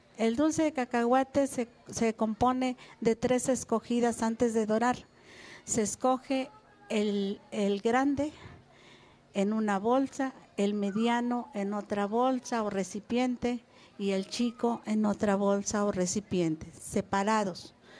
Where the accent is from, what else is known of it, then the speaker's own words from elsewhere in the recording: Veracruz, Mexico; Porque si digo que Veracruz es mi orgullo, pues porque soy de Veracruz.